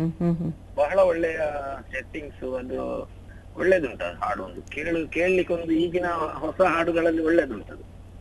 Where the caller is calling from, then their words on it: Aleti, Karnataka, India; ನಾನು ಸುಳ್ಯ ತಾಲೂಕು ಆಲೇಟಿ ಗ್ರಾಮದಿಂದ